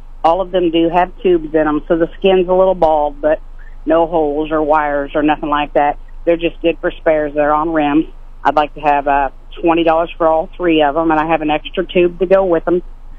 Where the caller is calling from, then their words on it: Marshall, Missouri, United States; Hi, I'm calling from Marshall.